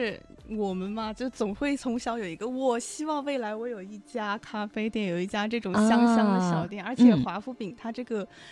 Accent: Rizhao, Shandong, China; moved away; also born or lived in Hunan / Dali; 我是山东人。

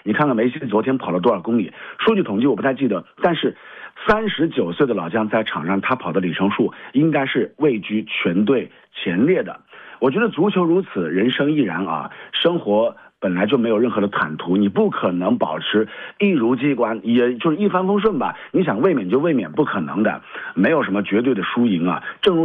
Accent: Hunan, China; 我们湖南人的世界杯

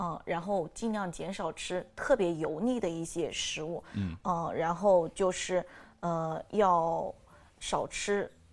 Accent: China; 我们中国人

